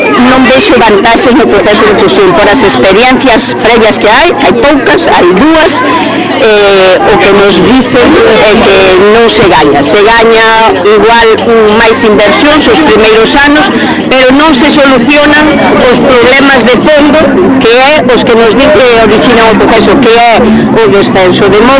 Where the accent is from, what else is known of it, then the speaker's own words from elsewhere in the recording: Galicia, Spain; como galego, como digo que nos debo, o sea, daño dulce, yo soy galego.